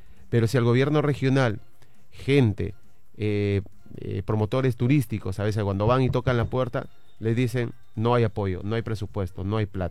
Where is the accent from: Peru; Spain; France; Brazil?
Peru; somos peruanos